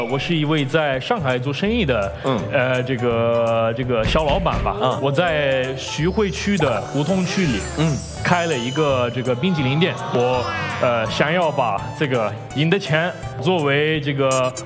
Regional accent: Sicily, Italy; Chinese is a second language; now in Shanghai, China; 我来自意大利的西西里岛。

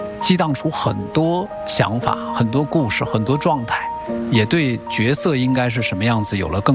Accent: Northeast China, China; 因为我们都是东北人

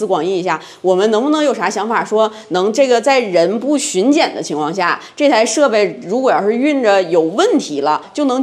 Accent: Daqing, Heilongjiang, China; 我是一个土生土长的一个大庆孩子

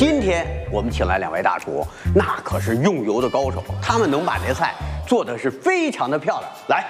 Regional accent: Beijing, China; 我们平时北京人

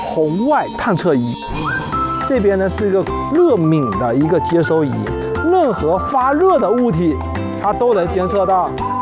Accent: China; 我们中国人

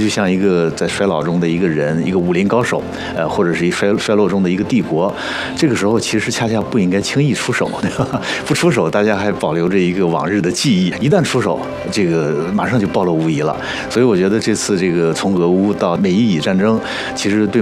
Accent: China; 作为我们中国人的立场啊，我们觉得要独立自主，对吧？

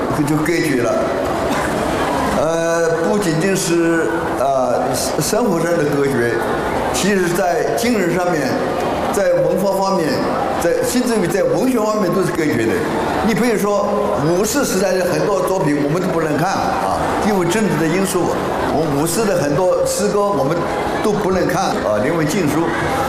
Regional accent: Hengyang, Hunan, China; moved away as an adult; also born or lived in Taiwan / Canada; 从1949年从我的家乡湖南衡阳啊，因为这个整个中国的形势的一个大变化啊，以后我就去了台湾，去了台湾，那个时候也是19岁

